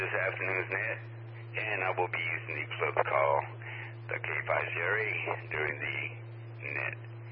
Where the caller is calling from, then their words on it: Killeen, Texas, United States; I'm transmitting from Killeen, Texas, where it is currently about 100 degrees.